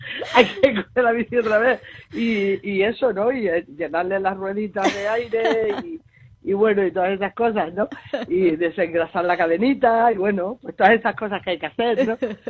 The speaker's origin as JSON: {"language": "Spanish", "town": "Arrecife", "region": "Canary Islands", "country": "Spain", "said": "ya está empezando a ver la luz en mi tierra, ¿no? En Arrecife."}